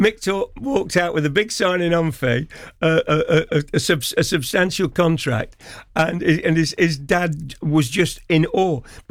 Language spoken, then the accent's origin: English; Desford, East Midlands, United Kingdom; born there; when I was born in Desford in Leicestershire